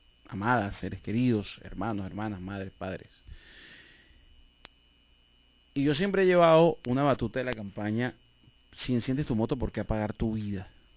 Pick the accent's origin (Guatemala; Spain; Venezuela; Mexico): Venezuela; Tomemos conciencia como venezolanos que somos.